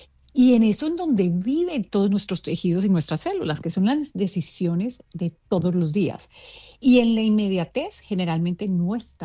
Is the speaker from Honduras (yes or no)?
no; Medellín, Antioquia, Colombia; also born or lived in United States; now in Miami, United States; he vivido ya muchos años acá en Estados Unidos, estudié acá en Estados Unidos, voy mucho a Medellín, soy de Medellín, como lo dijiste, somos compatriotas, y vivo entre México y Miami hoy en día.